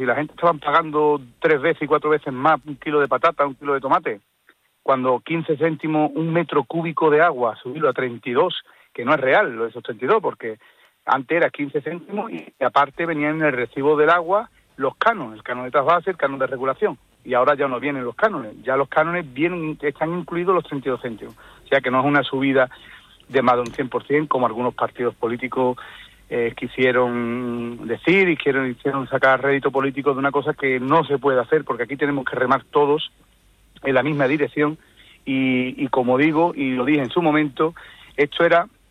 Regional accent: Paterna de Rivera, Andalusia, Spain; cuando estaba de alcalde en mi pueblo, en Paterna

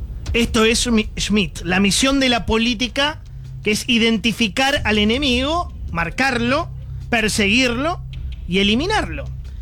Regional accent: Argentina

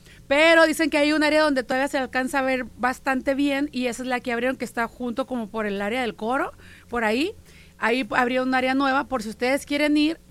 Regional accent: northern Mexico, Mexico

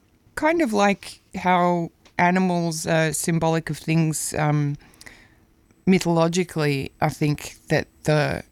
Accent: Melbourne, Victoria, Australia; It's my hometown

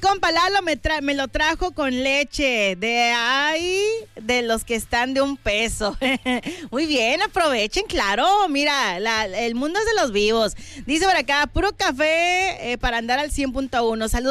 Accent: Mexico; como mexicanos, vale, que no tomamos.

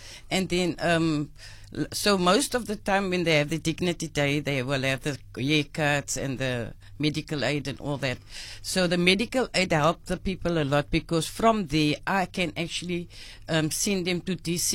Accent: Cape Town, Western Cape, South Africa; I grew up in Salt River. I'm 63 years in Salt River

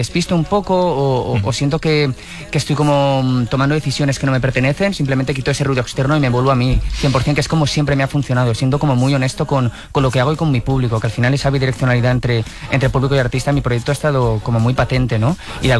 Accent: Valencian Community, Spain

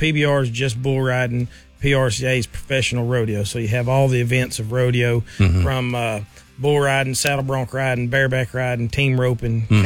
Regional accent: Texas, United States; now in Ohio, United States; Well, our rodeo company is based out of Carrollton, Ohio now. Mm-hmm. Originally from Texas, but live in Ohio.

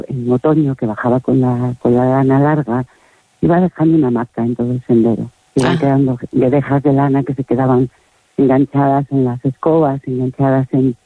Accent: Salientes, Castile and León, Spain; born there; mi pueblo está muy cerca de Babia

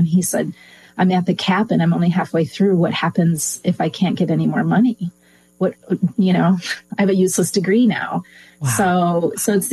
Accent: Michigan, United States; So I grew up in West Michigan, you know, typical blue collar family.

